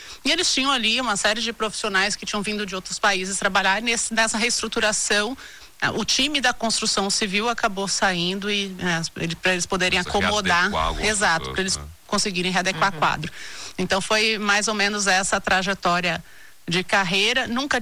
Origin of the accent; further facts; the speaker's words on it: Corumbá, Mato Grosso do Sul, Brazil; tinha ali uma pequena lanchonete na cidade onde eu morava, onde eu nasci, que é Corumbá.